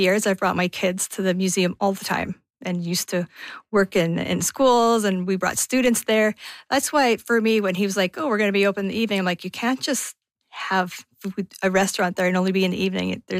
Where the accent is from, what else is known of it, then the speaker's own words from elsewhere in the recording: Lundar, Manitoba, Canada; I grew up in a Métis community. And Icelandic community. It was one of the bigger settlements. I come from Lundar.